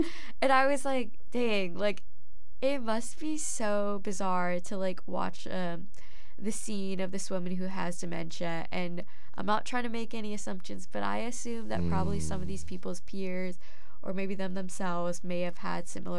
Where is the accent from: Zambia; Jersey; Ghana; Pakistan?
Pakistan; And I was like, no, I'm Pakistani.